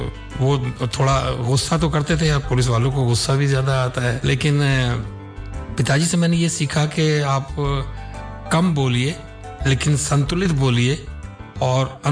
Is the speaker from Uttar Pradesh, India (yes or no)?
yes; Moradabad district, Uttar Pradesh, India